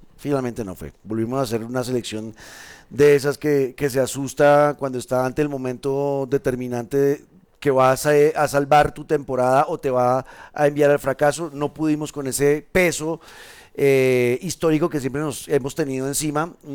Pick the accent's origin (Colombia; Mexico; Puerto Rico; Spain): Colombia; como somos colombianos y estamos acostumbrados a que nos den palo por todo lado